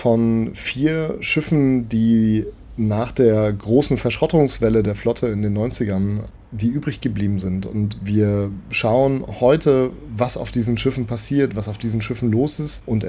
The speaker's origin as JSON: {"language": "German", "town": "Rostock", "region": "Mecklenburg-Vorpommern", "country": "Germany", "tie": "born or raised there", "said": "Ich bin selbst Rostocker, in Rostock geboren und aufgewachsen. Die Familie meines Vaters hat auf den Rostocker Werften gearbeitet. Ich habe also, man könnte sagen, so ein bisschen maritimen Hintergrund vielleicht."}